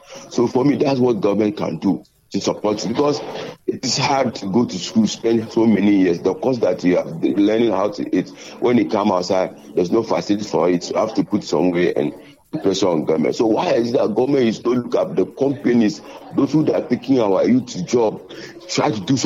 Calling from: Ghana; we are Ghanaian.

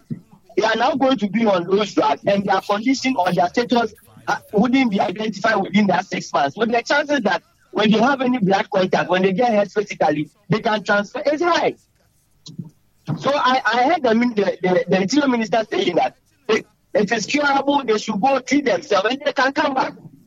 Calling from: Diabene, Ghana; I'm calling from Diabene.

